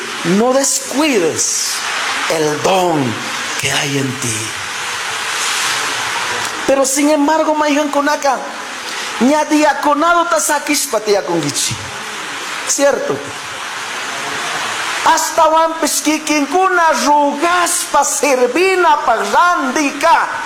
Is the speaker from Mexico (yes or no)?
no; Chimborazo, Ecuador; Es de mi tierra, de mi comunidad, de Cacha.